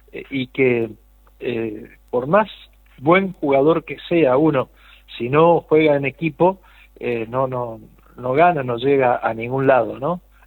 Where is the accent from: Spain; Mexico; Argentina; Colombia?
Argentina; O sea, ya no somos, en estos días no somos de River, de Boca, de... no sé, de Independiente, de Racing, de Central o de Newell's, sino que somos todos argentinos, ¿no es cierto?